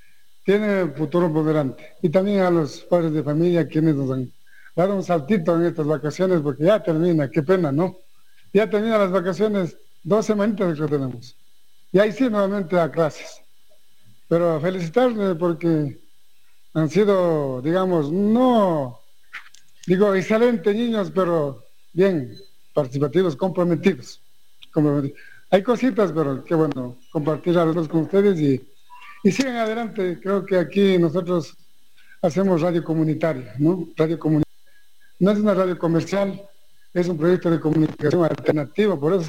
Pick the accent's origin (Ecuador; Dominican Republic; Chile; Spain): Ecuador; first language Quichua; Spanish is a second language; Español, quichua, que es mi lengua materna, y también un poquito de inglés.